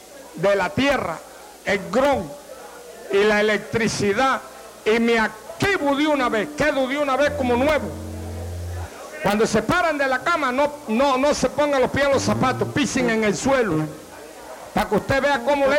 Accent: Monagrillo, Herrera, Panama; para Monagrillo, para mi pueblo

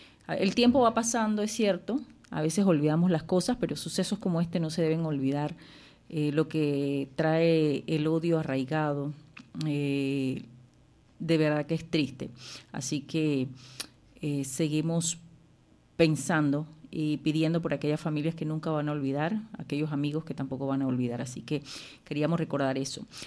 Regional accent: Macaracas, Los Santos, Panama; Y digo macaraqueños porque también me incluyo. Yo nací aquí en Macaracas, para que sepan, sí. Nací aquí en el hospital, pero en el viejo, como dicen. Y mi madre de Llano de Piedras, de Macaracas. Mi padre sí es chitreano

